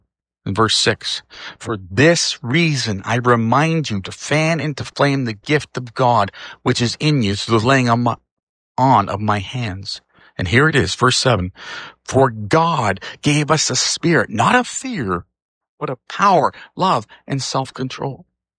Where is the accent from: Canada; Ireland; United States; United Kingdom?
United States